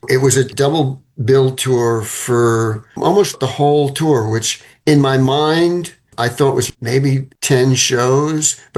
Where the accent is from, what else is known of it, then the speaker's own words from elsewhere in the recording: New York, United States; At one point we're playing the Nassau Coliseum in my hometown, holds 20,000 people.